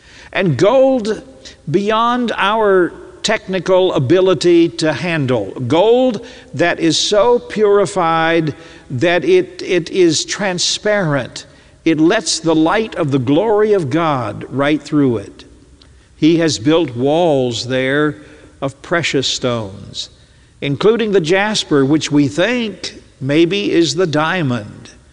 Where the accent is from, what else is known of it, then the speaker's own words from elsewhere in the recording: the South, United States; I happen to be a child of the Southland. I was born and reared in the South.